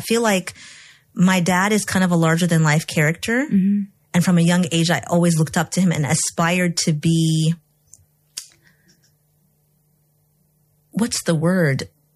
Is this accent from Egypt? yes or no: yes; Egypt; moved away as an adult; Well, I grew up in Egypt.